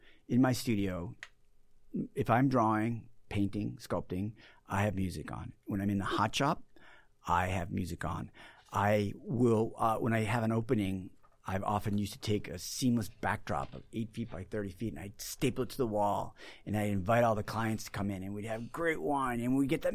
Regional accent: Boston, Massachusetts, United States; I grew up in Boston, you know.

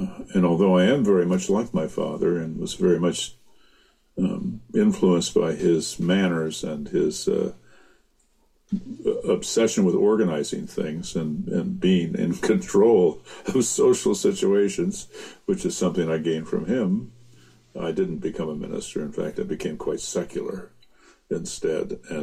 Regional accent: Spokane, Washington, United States; also born or lived in Grand Forks, North Dakota; So Spokane is where I grew up. I was the youngest of four boys, quite a bit younger. I think I was an accident. And I lived there until I left college to come here to Seattle

